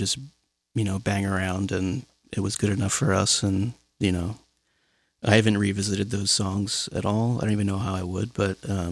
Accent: Queens, New York, United States; Oh, yeah. I'm from Queens. This was in, I'm from the Sunnyside and Woodside area, but the school I'm talking about was in Jackson Heights.

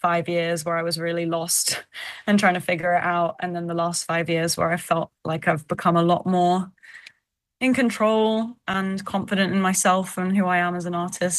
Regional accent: London, United Kingdom; Oh, I grew up in London as well.

